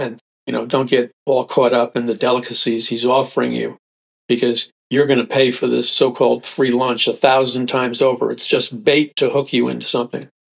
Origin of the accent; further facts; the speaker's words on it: New York City, New York, United States; I remember growing up in New York City, people talk very straight, very, a lot of people are turned off, but you know, I can't do anything about that. That's where I was raised.